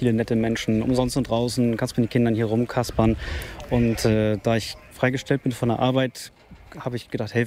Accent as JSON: {"language": "German", "town": "Schneverdingen", "region": "Lower Saxony", "country": "Germany", "said": "Nee, wir kommen aus Schneverdingen."}